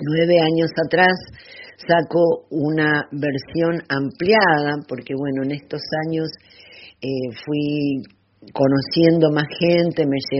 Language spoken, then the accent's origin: Spanish; Bariloche, Río Negro, Argentina; como yo soy de Bariloche